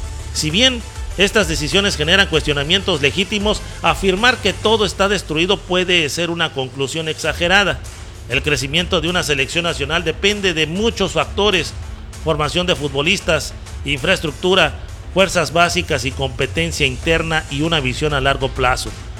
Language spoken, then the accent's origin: Spanish; Mexico; lo que más vergüenza da como mexicanos